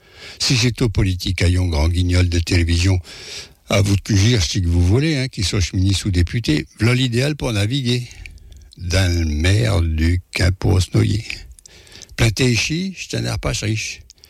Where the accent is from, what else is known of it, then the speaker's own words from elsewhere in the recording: Paris, Île-de-France, France; et là je ne viens pas des Amériques, je viens plutôt de Paris